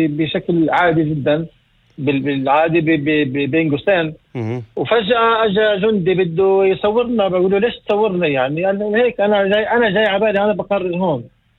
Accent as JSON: {"language": "Arabic", "country": "Palestine", "said": "احنا كفلسطينيين داخل اللي بنعبر الحواجز بشكل يومي بتعرض لإدلال بشكل كبير جدا."}